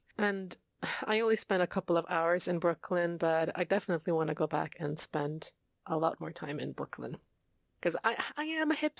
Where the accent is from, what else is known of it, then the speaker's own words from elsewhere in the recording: Gothenburg, Västra Götaland, Sweden; I grew up just outside of Gothenburg. basically in Gothenburg, but just on the outside.